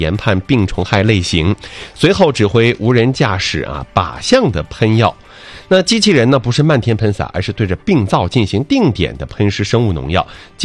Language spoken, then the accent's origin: Chinese; Northeast China, China; 挺像我们东北话的，